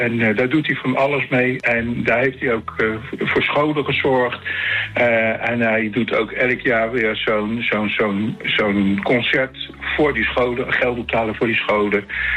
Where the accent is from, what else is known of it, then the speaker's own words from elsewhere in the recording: The Hague, South Holland, Netherlands; Ik ben geboren in Den Haag, ja.